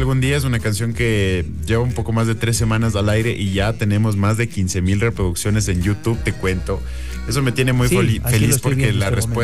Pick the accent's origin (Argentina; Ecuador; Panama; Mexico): Ecuador; soy un ecuatoriano que está apostando por la calidad y por la música de verdad.